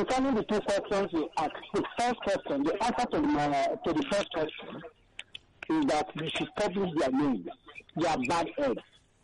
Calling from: Abuja, Federal Capital Territory, Nigeria; I'm calling from Abuja.

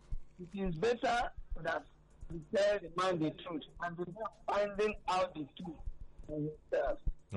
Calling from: Alaba, Lagos, Nigeria; I'm calling from Alaba.

